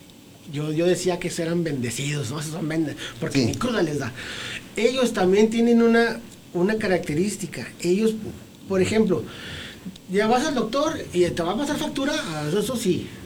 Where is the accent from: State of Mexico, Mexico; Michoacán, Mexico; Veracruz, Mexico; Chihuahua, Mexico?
Chihuahua, Mexico; Ciudad Juárez; Yo soy de aquí de Ciudad Juárez.